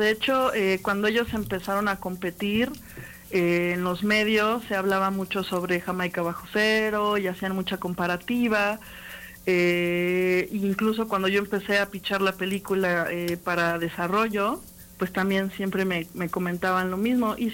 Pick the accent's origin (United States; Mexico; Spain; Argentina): Mexico; Cómo somos los mexicanos, cómo nos ven a los mexicanos fuera de nuestro país.